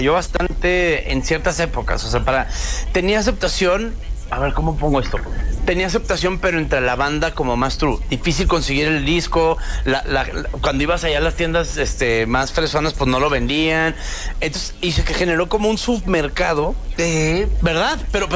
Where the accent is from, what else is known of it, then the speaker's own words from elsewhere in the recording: Chihuahua, Mexico; Yo soy de Chihuahua y la primera vez que fui al Chopo